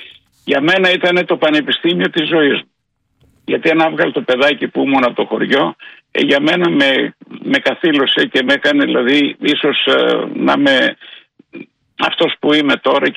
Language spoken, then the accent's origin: Greek; Neo Petri, Central Macedonia, Greece; also born or lived in Thessaloniki; Όχι, όχι, εγώ γεννήθηκα στο Νέο Πετρί της Σερών και έφυγα στα 12 μου γιατί δυστυχώς το χωριό μου ήταν ένα πολύ φτωχό χωριό.